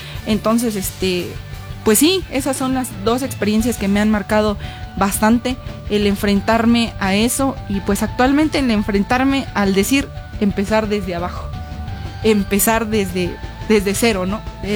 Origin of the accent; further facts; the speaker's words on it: Zimapán, Hidalgo, Mexico; moved away as an adult; pero pues yo tenía que venir a Zimapán, yo tenía que venir a ver a mi familia. El hecho de viajar y llegar a la ciudad, yo al final de cuentas soy una chica de pueblo, ¿no?